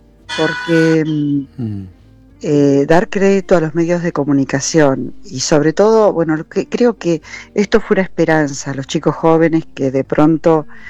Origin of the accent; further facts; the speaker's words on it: La Plata, Buenos Aires Province, Argentina; Yo soy de La Plata.